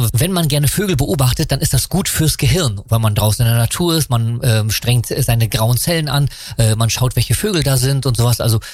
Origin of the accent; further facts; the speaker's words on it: Barth, Mecklenburg-Vorpommern, Germany; ich komme eher so aus der Barte-Ecke